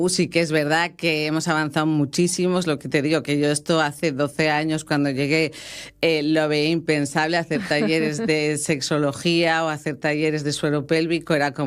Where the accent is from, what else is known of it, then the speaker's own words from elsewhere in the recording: Santander, Cantabria, Spain; moved away as an adult; now in Caravia, Spain; antes de venir a vivir aquí a Asturias, que yo soy de Santander, y al principio, claro, pues era hace 12 años que llevo aquí. Me vine a vivir a Caravia, que al final es un concejo de los más pequeños de Asturias